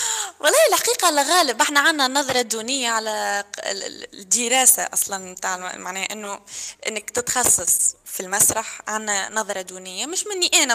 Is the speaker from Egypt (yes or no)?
no; Tunisia; خاطرنا في تونس